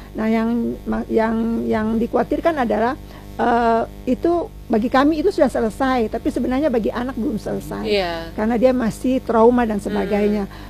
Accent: Ambon, Maluku, Indonesia; kita kan orang Ambon

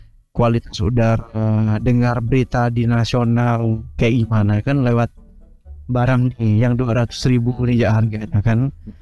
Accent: West Kalimantan, Indonesia; Kan karena kami hidup di perbatasan ya. Kalau aku di kampung Sontas, suku Dayak Bidayu

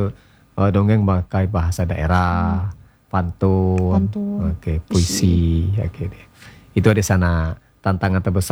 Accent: Kaur, Bengkulu, Indonesia; di dusun kami Kaur

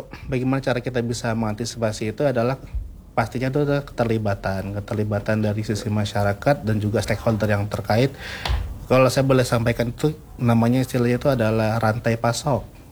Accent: Riau Islands, Indonesia; kita sebagai anak Kepri, kita bangga sebagai nelayan

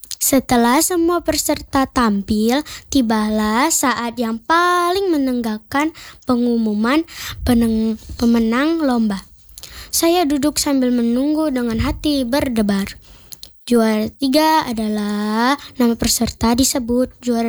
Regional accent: East Nusa Tenggara, Indonesia; born there; melalui fashion show ini saya belajar untuk mencintai dan membanggakan budaya tanah kelahiran saya, Nusa Tenggara Timur.

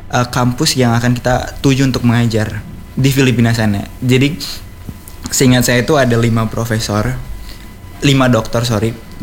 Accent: Kupang, East Nusa Tenggara, Indonesia; Dari Kupang asli.

